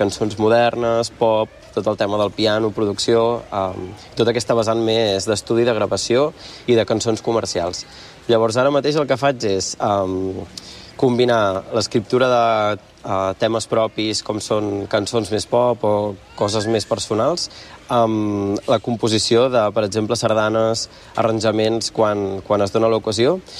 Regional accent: Tordera, Catalonia, Spain; sóc de Tordera.

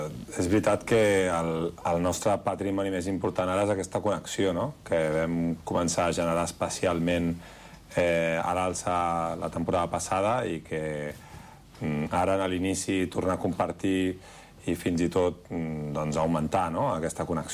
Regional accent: Badalona, Catalonia, Spain; sóc de Badalona i he fet aquí un procés i un camí que n'estic molt orgullós

